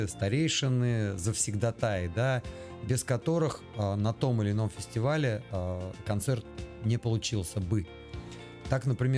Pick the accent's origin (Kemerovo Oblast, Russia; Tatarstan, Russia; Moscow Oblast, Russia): Tatarstan, Russia; Chistopol; born or raised there